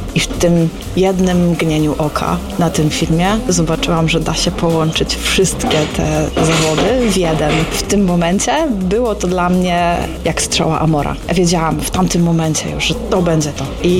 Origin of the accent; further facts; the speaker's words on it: Wrocław, Lower Silesian Voivodeship, Poland; Ogólnie jestem z Wrocławia.